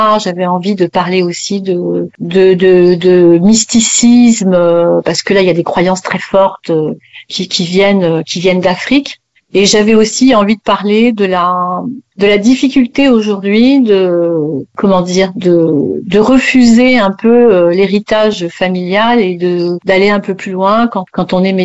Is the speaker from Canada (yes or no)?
no; French Guiana; j'avais aussi beaucoup de choses à dire sur ce qui se passe chez moi en Guyane.